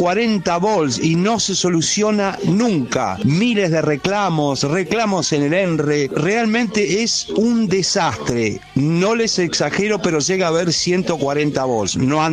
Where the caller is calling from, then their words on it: Glew, Buenos Aires Province, Argentina; Yo soy vecino de Gleu